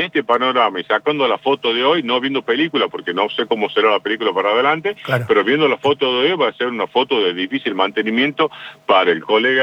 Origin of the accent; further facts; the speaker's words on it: Santiago del Estero, Argentina; si bien soy de Santiago del Estero